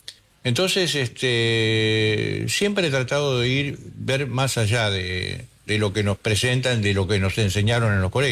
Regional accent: Argentina; soy argentino

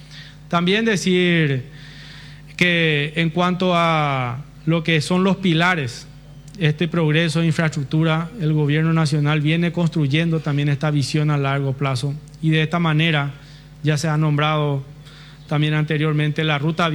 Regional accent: Paraguay

